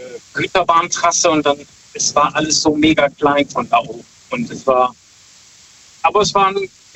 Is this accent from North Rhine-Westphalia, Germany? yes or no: yes; Brüggen, North Rhine-Westphalia, Germany; Aus der Nähe von Viersen, aus Brücken.